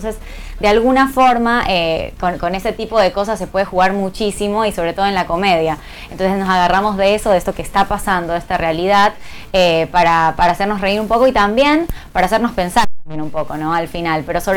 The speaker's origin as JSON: {"language": "Spanish", "country": "Ecuador", "said": "perdón la ignorancia, soy de Ecuador"}